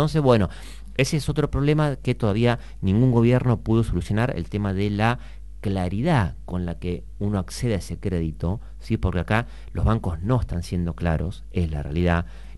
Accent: Argentina; nosotros tenemos un tema cultural como argentinos

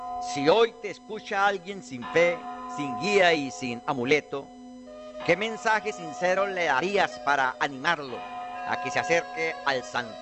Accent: Colombia; Justamente en Colombia, en mi tierra natal, en mi tricolor amarillo, azul y rojo

